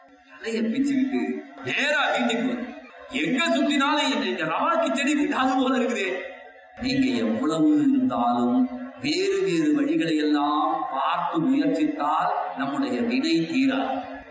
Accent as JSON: {"language": "Tamil", "town": "Mylapore", "region": "Tamil Nadu", "country": "India", "tie": "born there", "said": "எங்கயா பிறந்தேன்னு மயிலாப்பூர்ல பிறந்தேன். நீங்க கபாலீஸ்வரன் கோயில் வந்திருக்கீங்களா சார்?"}